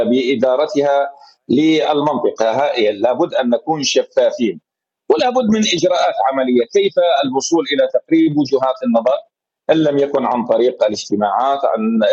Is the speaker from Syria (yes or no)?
yes; Syria; نحن كسوريين